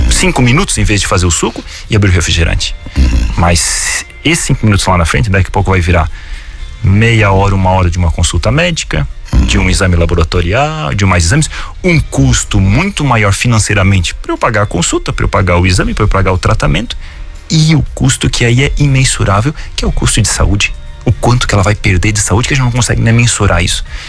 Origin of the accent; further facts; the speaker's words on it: Brazil; tô aí com 47, indo para 48 anos, mas na minha infância, aqui na Gabiroba, que recebia o leite lá do seu Civis, que entregava ali para nós